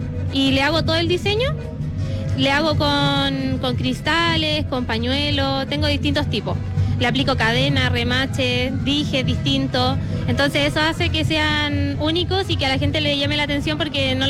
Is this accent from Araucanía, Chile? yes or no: no; Los Andes, Valparaíso, Chile; also born or lived in La Ligua; Sí, soy de acá, en los Andes. O sea, nací en La Ligua, pero he vivido toda mi vida aquí.